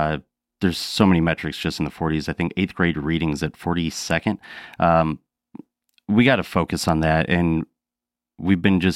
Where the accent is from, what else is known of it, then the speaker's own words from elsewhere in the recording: Davenport, Iowa, United States; Born and raised in Davenport. Graduated from Davenport West, just grew up in the area, love the area, family in the area